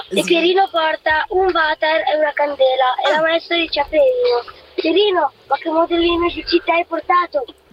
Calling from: Lombardy, Italy; vengo da Lena in provincia di Brescia

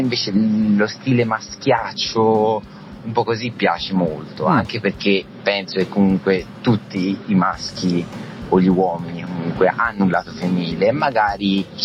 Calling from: Florence, Tuscany, Italy; da Firenze.

